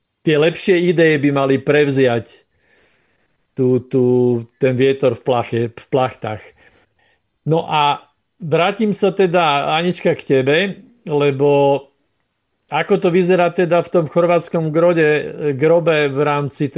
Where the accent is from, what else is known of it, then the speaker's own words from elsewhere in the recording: Rača, Bratislava Region, Slovakia; No a ja som z Rači štorfu bývalého.